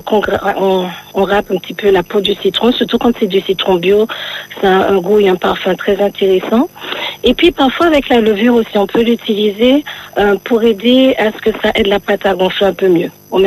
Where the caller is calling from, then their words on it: Martinique; Alors, moi, je vous appelle de la Martinique.